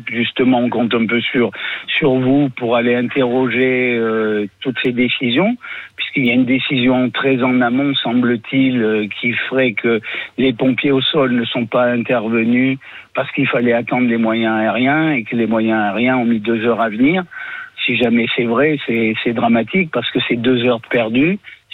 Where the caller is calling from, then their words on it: Le Porge, Nouvelle-Aquitaine, France; ça fait que 15 ans que j'habite au Porge.